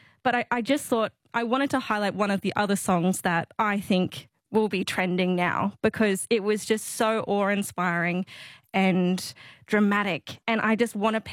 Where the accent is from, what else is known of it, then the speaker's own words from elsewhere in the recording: Australia; As an Australian, I have to have that opinion, I think.